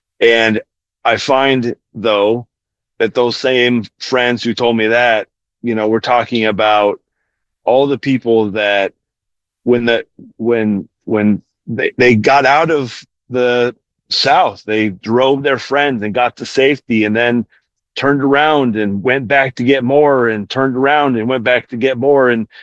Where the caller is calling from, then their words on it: Jerusalem, Jerusalem District, Israel; I'm physically in Jerusalem right now.